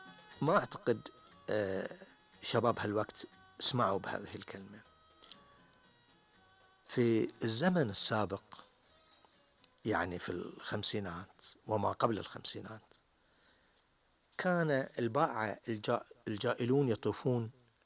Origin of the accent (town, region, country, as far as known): Bahrain; accent: Bahraini